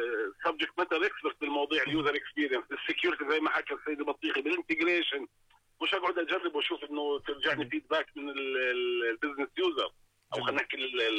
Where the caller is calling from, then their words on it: Jordan; عندنا الاردنيين